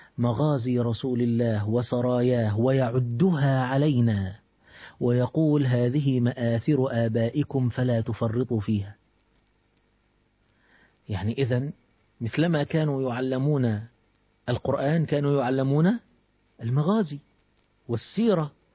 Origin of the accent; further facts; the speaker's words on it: Egypt; الثورة العربية دي حصلت عندنا في مصر سنة 1882